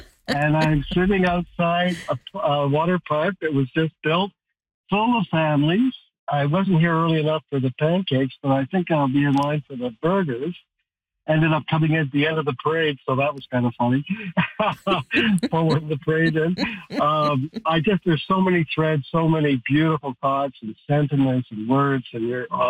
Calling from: Chetwynd, British Columbia, Canada; I'm calling you from beautiful downtown Chetwynd, population maybe 2,500 in northern BC.

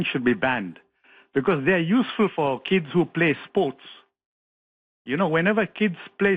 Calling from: Toronto, Ontario, Canada; I'm calling from Toronto City, East York.

